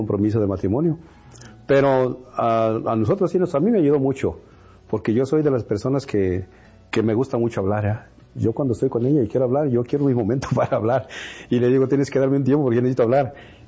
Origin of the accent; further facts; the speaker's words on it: Guanajuato, Mexico; yo soy de Guanajuato